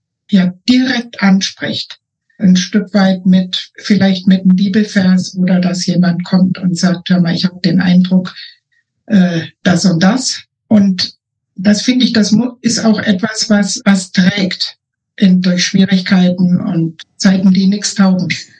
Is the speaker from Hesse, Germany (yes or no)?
yes; Homberg, Hesse, Germany; ich komme aus Homberg an der Efze. Das ist so direkt mitten in Deutschland, so 40 Kilometer südlich von Kassel. Und da in der Nähe bin ich auch geboren und aufgewachsen und lebe seit fast 50 Jahren hier.